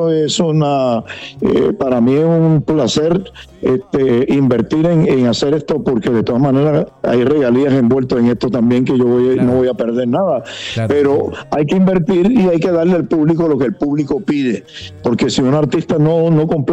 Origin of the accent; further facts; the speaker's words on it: Guayama, Puerto Rico; moved away; Por los años que yo me crié allá en Guayama, Puerto Rico.